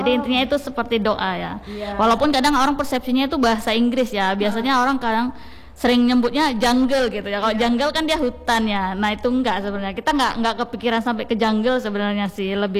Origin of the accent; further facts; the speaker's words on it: North Sumatra, Indonesia; now in Aceh, Indonesia; saya orang Sumatera Utara. Kemudian menikah sama orang Aceh gitu kan.